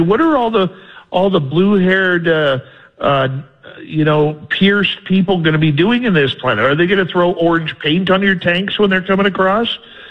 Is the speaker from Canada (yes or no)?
yes; Canada; You'll probably kick my butt, but I'm Canadian, so I'm just going to say sorry.